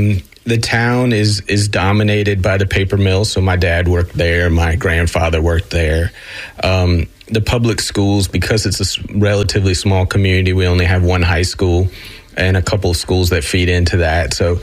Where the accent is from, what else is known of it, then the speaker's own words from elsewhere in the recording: Palatka, Florida, United States; moved away as an adult; also born or lived in Washington, D.C.; So I grew up in Palatka, Florida, and for your listeners who aren't familiar with that particular community, it's about halfway between Gainesville and St. Augustine. It's a pretty rural community.